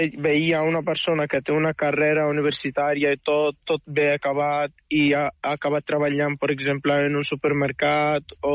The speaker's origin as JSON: {"language": "Catalan", "country": "Morocco", "lives_now": "Spain", "said": "Com a emigrant marroquí, sí, sincerament."}